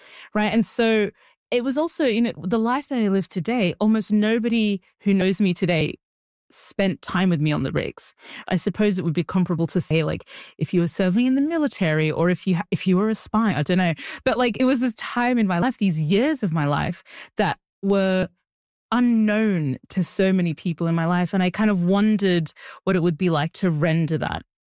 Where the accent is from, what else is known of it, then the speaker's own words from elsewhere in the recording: Australia; also born or lived in Sudan; I was born in Sudan. I was raised in Australia.